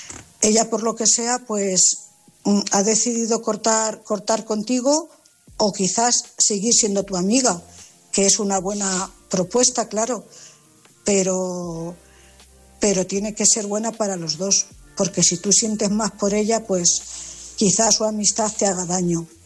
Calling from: Cuenca, Castilla-La Mancha, Spain; corresponsal de Cuenca.

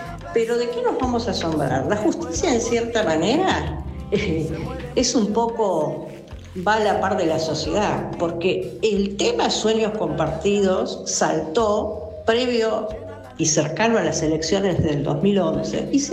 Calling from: San Miguel, Buenos Aires Province, Argentina; Está todo realmente muy entreverado, muy mal en este país. … de San Miguel.

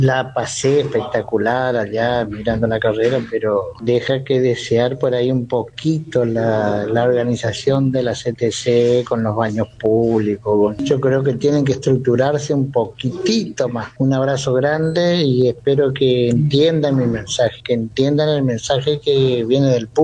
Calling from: Monte Caseros, Corrientes, Argentina; soy de Monte Casero Corrientes

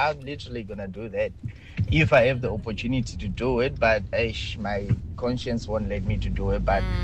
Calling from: Western Cape, South Africa; I'm from Western Cape.

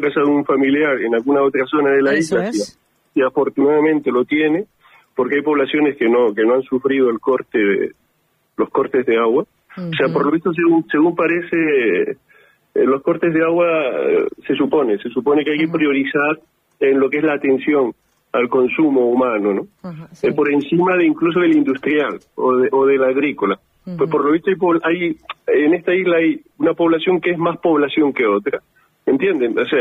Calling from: Máguez, Canary Islands, Spain; Yo vivo en Magis. Que es una localidad del municipio de Daría, está muy cerca del casco de Daría

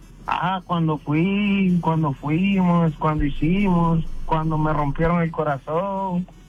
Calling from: Dominican Republic; yo soy dominicano

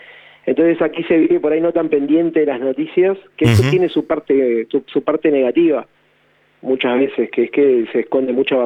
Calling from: Montevideo, Uruguay; desde Montevideo

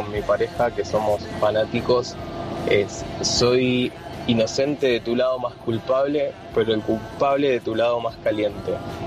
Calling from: Martín Coronado, Buenos Aires Province, Argentina; de Martín Coronado

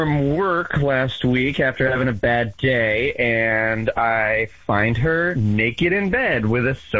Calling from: San Jose, California, United States

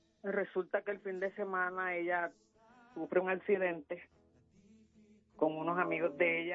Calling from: Granada, Sucre, Colombia; Estoy llamando de Granada Sucre.

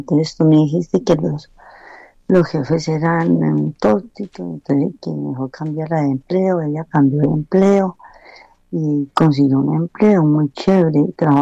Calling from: Bogotá, Colombia

